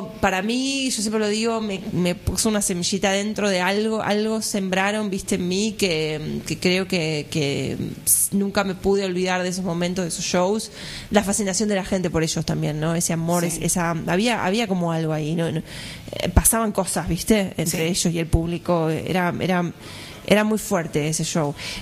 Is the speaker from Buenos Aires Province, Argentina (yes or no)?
yes; Quilmes, Buenos Aires Province, Argentina; Yo vengo de Quilmes, no sé si conocen, allá para el sur.